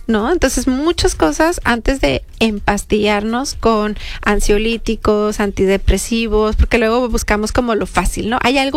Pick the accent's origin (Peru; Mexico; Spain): Mexico; Y somos mexicanos, los que no me están oyendo, hablamos español.